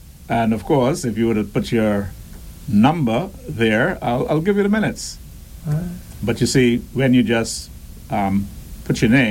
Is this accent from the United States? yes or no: no; Middle Caicos, Turks & Caicos Islands; growing up in Middle Caicos